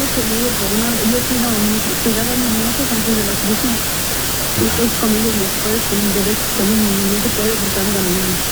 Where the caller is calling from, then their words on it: Illinois, United States; Desde Illinois, al lado de Chicago, por el sur de Chicago